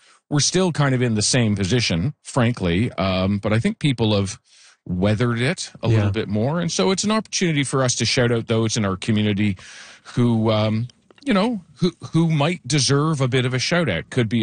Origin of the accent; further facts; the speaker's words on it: Winnipeg, Manitoba, Canada; born there; I was born in Winnipeg, never had to take the test, have helped a couple other people.